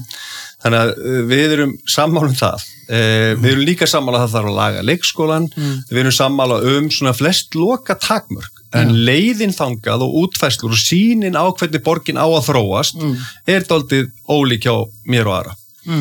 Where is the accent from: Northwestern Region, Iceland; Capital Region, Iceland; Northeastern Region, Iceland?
Capital Region, Iceland; Ég alinn upp í Breiðholtinu. Já. Í hólunum í Breiðholti og til að byrja með, þegar ég bara mjög lítið, þá eru enga strætósamgöngur.